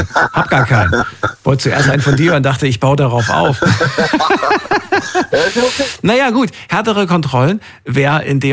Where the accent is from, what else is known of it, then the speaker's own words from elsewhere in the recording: Thuringia, Germany; born there; Ich bin in Thüringen geboren, das war früher so.